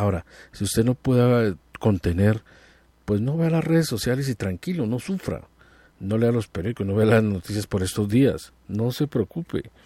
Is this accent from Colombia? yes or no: yes; Colombia; El objetivo es que somos colombianos, nos unamos, oremos por nuestra patria